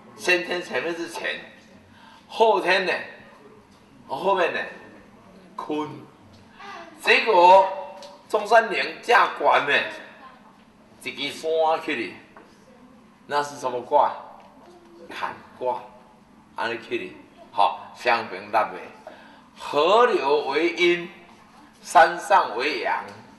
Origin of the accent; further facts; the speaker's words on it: Taiwan; born there; 我们出生在我们在台湾